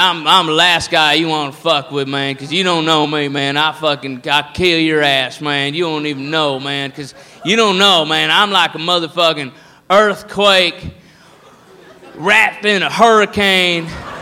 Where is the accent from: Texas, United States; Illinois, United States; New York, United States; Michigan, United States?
Texas, United States; El Paso; from El Paso, Texas. Born and raised. Yeah, what do you... what do you mean my accent's funny to you? I don't know what you're saying. What are you talking about? El Paso, I never left here, you know.